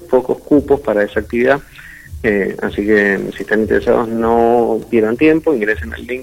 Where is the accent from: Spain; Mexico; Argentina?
Argentina; Mendoza